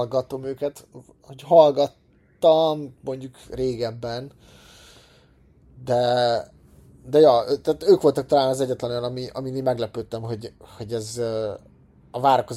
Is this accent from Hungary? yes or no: yes; Hungary; hogy jó, mert mi meg magyarok vagyunk